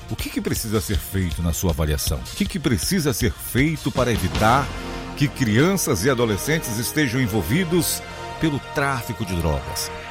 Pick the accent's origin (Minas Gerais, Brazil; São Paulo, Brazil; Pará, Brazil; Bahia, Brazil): Pará, Brazil; Alenquer; na minha terra, Alenquer.